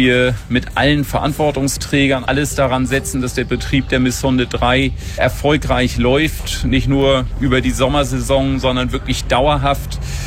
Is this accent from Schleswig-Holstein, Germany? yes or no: yes; Schleswig-Holstein, Germany; Wir kommen beide aus der Region, Klaus Ruhe-Matzen und ich